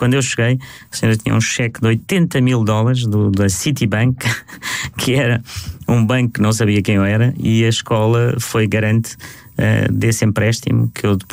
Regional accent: Beja, Alentejo, Portugal; moved away; also born or lived in Lisbon / United States / France; Sou de Beja, tenho esse lado, sou de Lisboa, sou europeu, também sou de certa forma um bocadinho africano, pelos cruzamentos da própria família da minha mulher

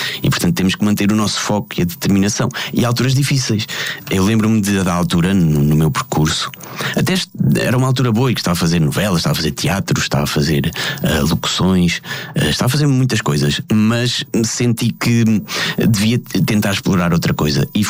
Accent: Ericeira, Lisbon, Portugal; É na Ericeira, eu sou da Ericeira

